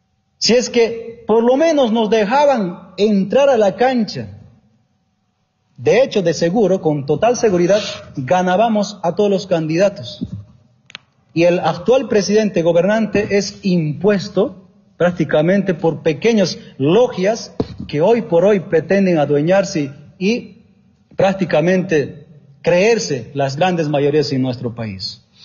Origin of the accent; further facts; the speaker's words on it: Bolivia; como bolivianos y como bolivianas.